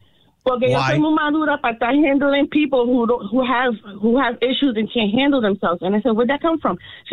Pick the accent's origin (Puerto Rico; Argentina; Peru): Puerto Rico; Como hija puertorriqueña, ha hecho la correa, el palo de everything.